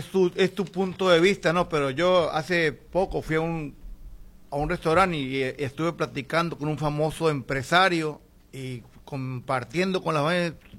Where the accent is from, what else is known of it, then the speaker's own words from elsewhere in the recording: Aguaruto, Sinaloa, Mexico; Y soy de Aguaruto y me mandaron acá en esta ley.